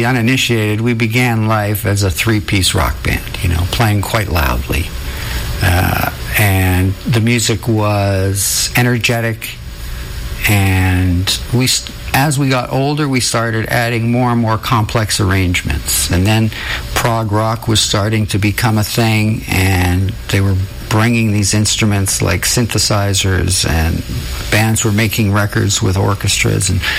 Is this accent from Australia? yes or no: no; Canada; The curse of being Canadian is being nice, right?